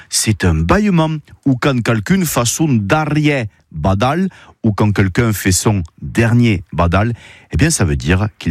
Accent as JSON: {"language": "French", "region": "Occitanie", "country": "France"}